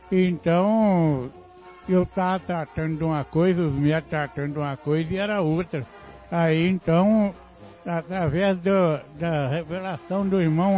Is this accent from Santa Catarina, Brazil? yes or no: no; Rodeiro, Minas Gerais, Brazil; eu vim lá de Rodeiro.